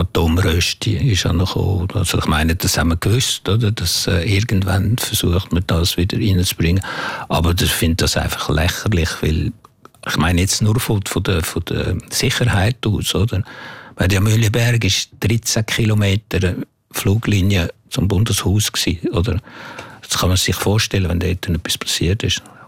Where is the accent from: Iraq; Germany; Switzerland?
Switzerland; ich bin nicht stolz, dass ich Schweizer bin. Ich habe ja nichts gemacht, dass ich Schweizer bin.